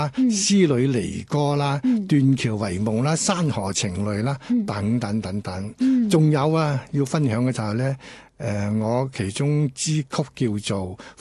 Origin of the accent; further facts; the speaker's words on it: Guangdong, China; 所以呢样嘢咧，岭南文化对我哋广府人嚟讲咧，系好多共同点嘅。